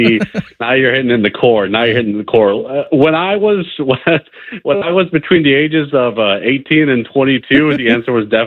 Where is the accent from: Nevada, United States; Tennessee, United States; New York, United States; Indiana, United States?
Indiana, United States; You know, funny enough, I grew up in Indiana, but I grew up Northwest Indiana.